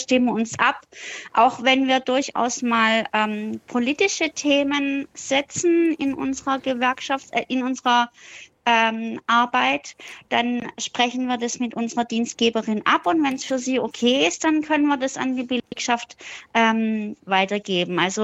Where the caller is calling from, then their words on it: Stuttgart, Baden-Württemberg, Germany; Ich rufe aus Stuttgart an.